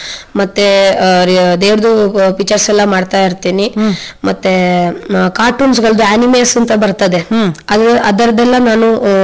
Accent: Kushalnagar, Karnataka, India; born there; ಕುಶಾಲ್ ನಗರದಲ್ಲಿ. ಅಲ್ಲಿ ತುಂಬಾ ಮೆಮೊರೀಸ್ ಇದೆ ನಂಗೆ.

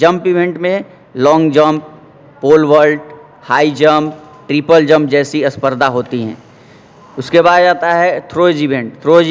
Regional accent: Bihar, India

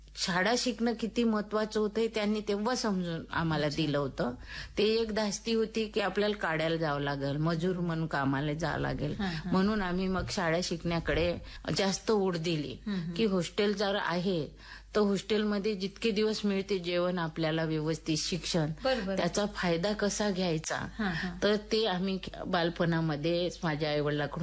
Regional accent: Dahegaon, Maharashtra, India; आणि मी यवतमाळ जिल्ह्यामध्ये दहेगाव आहे त्या गावची आहे. ते सर्व शिक्षण आमचं आश्रमशाळेला झालेलं आहे हॉस्टेलमध्ये.

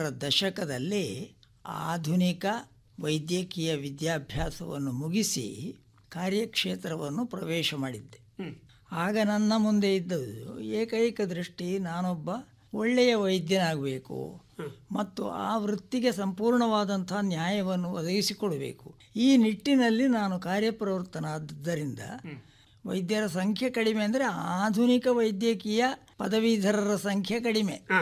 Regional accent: Kerala, India; also born or lived in Kirikkadu, near Perdala, Kerala; ಕೀರಿಕ್ಕಾಡನ್ನು ಬಿಟ್ಟು, ನನಗಾಗ 3-4 ವರ್ಷವೂ ಆಗಿರ್ಬೋದು, ಕೀರಿಕ್ಕಾಡನ್ನು ಬಿಟ್ಟು ಬನಾರಿಗೆ ಬಂದರು. … ಅಂಟಿಕೊಳ್ಳುವುದಕ್ಕೆ ಕಾರಣ ಆ ಬನಾರಿಗೆ ಬಂದದ್ದು.

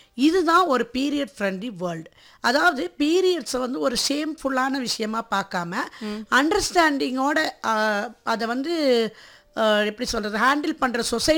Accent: Coimbatore, Tamil Nadu, India; நான் கோயம்புத்தூர்லேயே பிறந்து வளர்ந்தது.

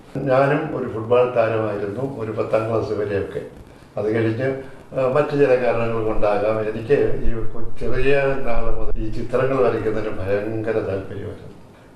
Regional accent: Alappuzha, Kerala, India; born there; നെടുമുടിയാണ് എൻ്റെ അച്ഛൻ്റെ ജന്മദേശം. പക്ഷെ ഞാൻ ജനിച്ചത് ആലപ്പുഴയിലാണ്.

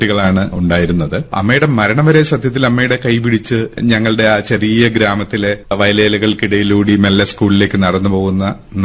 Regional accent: Thiruvananthapuram, Kerala, India; born there; moved away as an adult; also born or lived in Changanassery; തിരുവനന്തപുരത്ത് നിന്ന് അവിടെ ഒരു ഹോസ്റ്റലിലേക്ക് എത്തി

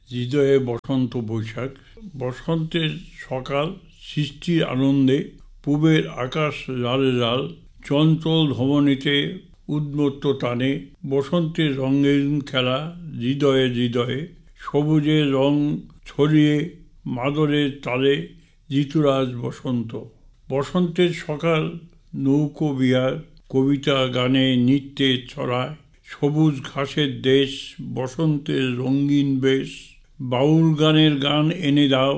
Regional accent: West Bengal, India; আমি ডুয়ার্সের ভূমিপুত্র হিসাবে

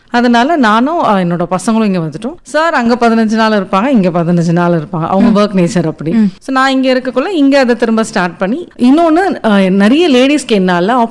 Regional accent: Nedungadu, Puducherry, India; moved away as an adult; also born or lived in Chennai; அதுக்கப்புறம் சொந்த ஊருக்கே ரிட்டர்ன் இங்க வந்துட்டு

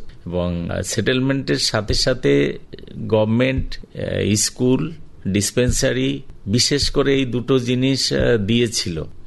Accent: Ramnagar, Andaman and Nicobar Islands, India; আমার জন্ম হয় রামনগর গ্রামে, ডিগলুপুরের অন্তর্গত রামনগর গ্রামে। আমার মা বাবা এসেছিলেন বাংলাদেশ থেকে 1959-এ সম্ভবত

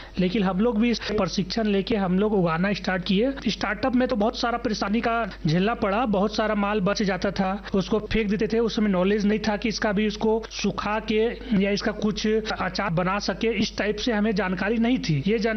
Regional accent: Jharkhand, India; मैं कांके प्रखंड के नेवरी विकास गाँव के रहने वाला हूँ।

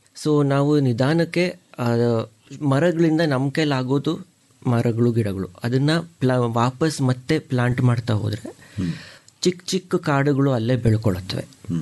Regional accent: Mysore, Karnataka, India; ನಾನು ಮೈಸೂರಲ್ಲೇ ಹುಟ್ಟು ಬೆಳೆದಿದ್ದು

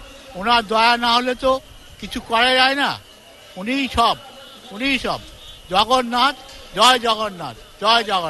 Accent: Nabadwip, West Bengal, India; আমি পশ্চিম বাংলা থেকে এসেছি। আমার আসল বাড়ি হচ্ছে নদিয়া নবদ্বীপ ধাম।

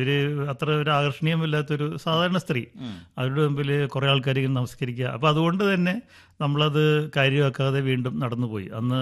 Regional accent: Ernakulam, Kerala, India; അത് ഞാൻ പഠിച്ചതും വളർന്നതും ഒക്കെ എറണാകുളമാണ് എൻ്റെ നഗരം.

